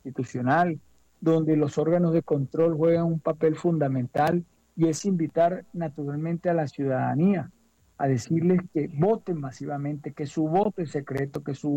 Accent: Colombia; que tenemos como colombianos y como ciudadanos de un país democrático como el nuestro

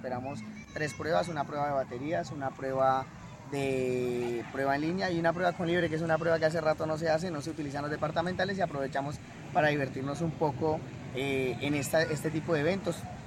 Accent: Colombia; esa responsabilidad que tenemos como pueblo colombiano.

